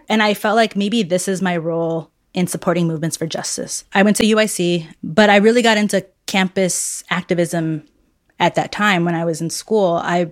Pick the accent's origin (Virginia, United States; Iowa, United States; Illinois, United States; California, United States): Illinois, United States; Chicago; I'm from the South Side of Chicago, East Side. It's a neighborhood. People often don't think of it as a neighborhood. They're always like, the East Side, isn't that the lake? And my family migrated from Mexico there in the 40s.